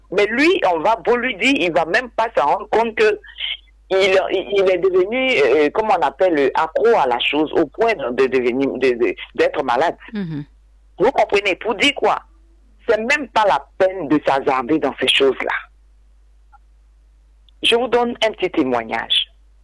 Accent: Côte d’Ivoire; comme on dit chez nous en Côte d'Ivoire, c'est qui va t'avaler là?

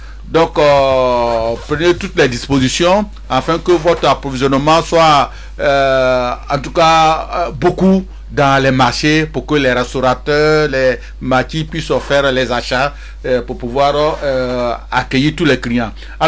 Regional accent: Côte d’Ivoire; la Côte d'Ivoire, notre beau pays

